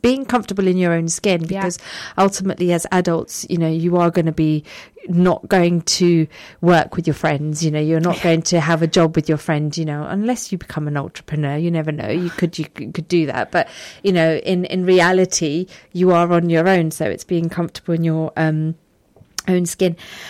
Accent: London, United Kingdom; I grew up in London, so whenever I took the train, I was always hopping on and off the trains in different stations.

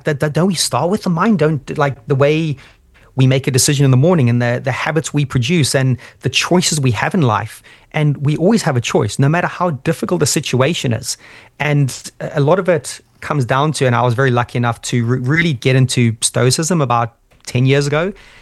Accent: Zimbabwe; So yeah, growing up in Zimbabwe was just a complete blessing.

